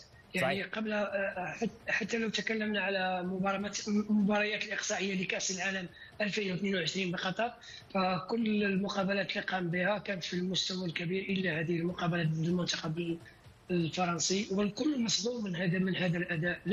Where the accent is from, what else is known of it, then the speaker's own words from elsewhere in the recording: Morocco; نحن كمغاربه يعني انصدمنا من هذا الاداء.